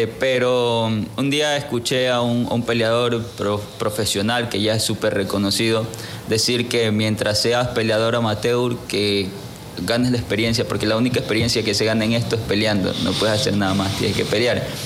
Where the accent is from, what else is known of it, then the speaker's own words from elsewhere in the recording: Ecuador; fuimos algunos ecuatorianos, fuimos como 4 ecuatorianos.